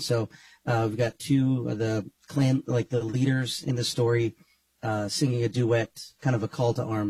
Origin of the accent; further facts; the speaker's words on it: Sitka, Alaska, United States; I am from Sitka, and I've been at these historical places almost my whole life.